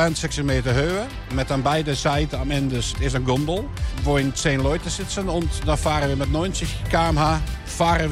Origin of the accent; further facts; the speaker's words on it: Roermond, Limburg, Netherlands; German is a second language; Ich komme selber aus Roermond und hier in der ganzen Umgebung in Holland, Venlo, Roermond, wissen alle, dass die Kirmes hier in Gelderland gibt.